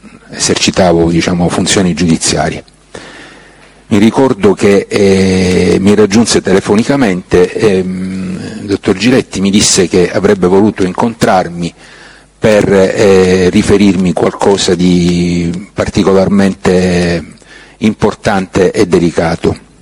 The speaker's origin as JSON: {"language": "Italian", "town": "Palermo", "region": "Sicily", "country": "Italy", "tie": "born there", "said": "sono nato a Palermo il 26 aprile 1961."}